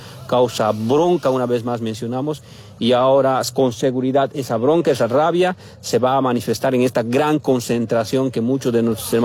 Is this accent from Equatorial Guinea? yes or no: no; Bolivia; Como bolivianos, desde nuestro sector indígena, originario, campesino